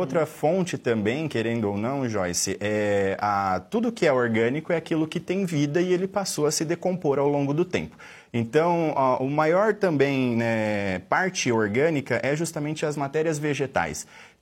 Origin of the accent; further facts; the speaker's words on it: São Paulo, Brazil; Eu venho de uma região aqui do estado de São Paulo, uma região sucroenergética muito conhecida